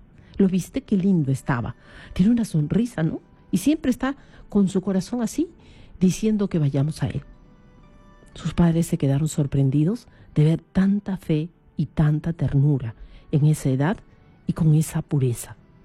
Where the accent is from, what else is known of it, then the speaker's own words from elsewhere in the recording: Peru; nuestra tradición como peruanos